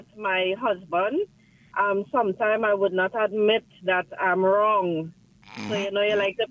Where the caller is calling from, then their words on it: Chaguanas, Trinidad & Tobago; I'm from Chaguanas.